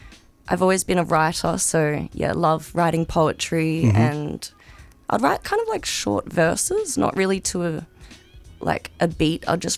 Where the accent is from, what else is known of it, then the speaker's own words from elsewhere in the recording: Darwin, Northern Territory, Australia; now in Melbourne, Australia; as some of you may know, as many of you don't. I moved to Melbourne 2 years ago from Darwin.